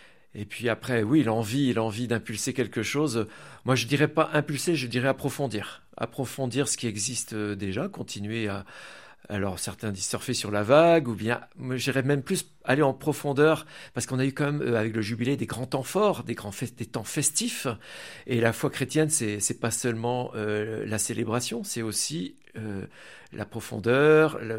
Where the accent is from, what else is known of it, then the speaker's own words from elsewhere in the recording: Plougoumelen, Brittany, France; donc comme tout breton, moi depuis l'enfance, hein, je suis baigné dans l'esprit Sainte-Anne, parce qu'en plus je suis originaire de Plougoumelen qui est tout près.